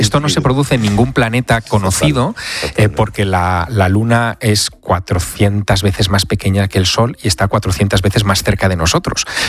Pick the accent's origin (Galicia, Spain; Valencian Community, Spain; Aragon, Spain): Aragon, Spain; Teruel; born there; moved away; Pues mira, me voy a Teruel, a mi ciudad natal.